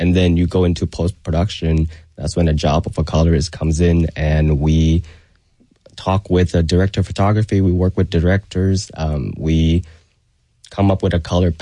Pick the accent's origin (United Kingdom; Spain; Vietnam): Vietnam; now in Nashville, United States; I was born in Vietnam